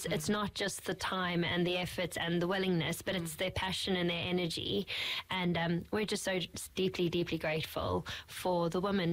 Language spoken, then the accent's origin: English; South Africa; moved away; for those who haven't picked up on the accent just yet, I'm originally from South Africa, and it's been a noticeable transition